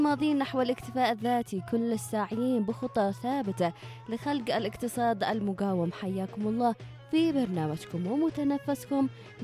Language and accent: Arabic; Sanaa, Yemen; على بلادنا أو على محافظتنا صنعاء